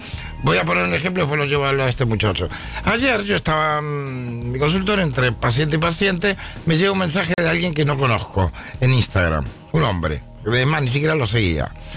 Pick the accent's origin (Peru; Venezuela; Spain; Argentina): Argentina